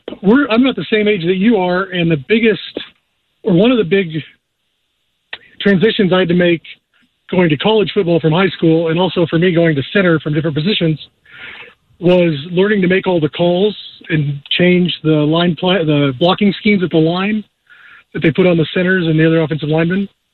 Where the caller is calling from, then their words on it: Newcastle, Oklahoma, United States; I'm calling from Newcastle, Oklahoma, right across the river from Norman.